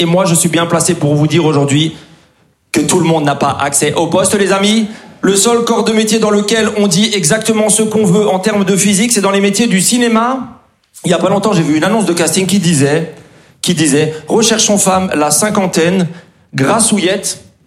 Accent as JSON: {"language": "French", "region": "Grand Est", "country": "France", "tie": "born or raised there", "said": "j'ai grandi en Alsace avec la forte présence de la communauté turque."}